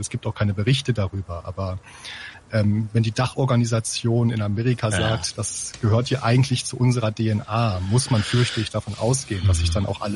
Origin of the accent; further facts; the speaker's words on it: Osnabrück, Lower Saxony, Germany; ich komme aus Osnabrück